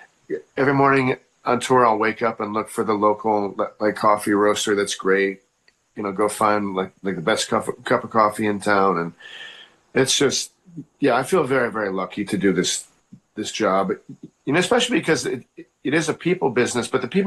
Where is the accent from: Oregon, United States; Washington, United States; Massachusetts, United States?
Massachusetts, United States; Boston; Boston, my hometown, where I live now.